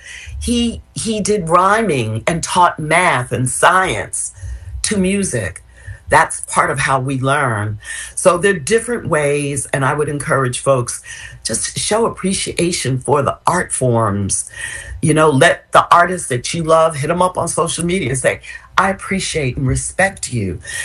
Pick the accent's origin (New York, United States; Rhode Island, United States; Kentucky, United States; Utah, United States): New York, United States; New York City; I grew up in West Harlem